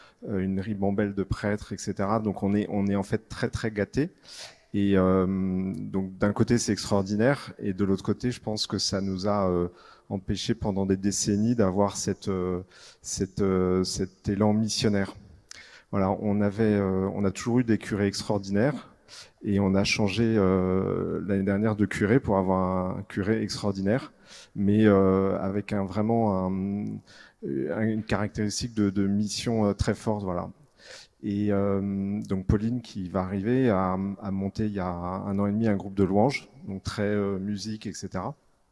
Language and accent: French; Paris, Île-de-France, France; Donc on est parisien, on vit dans le 16e à Paris et notre paroisse c'est Saint-Honoré-d'Eylau.